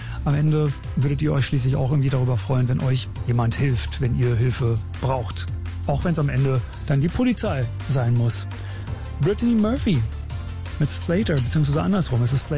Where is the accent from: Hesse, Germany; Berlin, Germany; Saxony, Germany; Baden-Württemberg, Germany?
Berlin, Germany; Als gebürtiger Berliner kann ich, glaube ich, sagen, solche Beleidigungen sind in der Hauptstadt nicht zwingend eine Rarität.